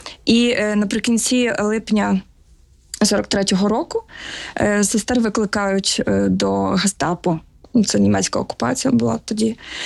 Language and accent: Ukrainian; Zhytomyr, Zhytomyr Oblast, Ukraine; born there; Я народилася в Житомирі в християнській родині.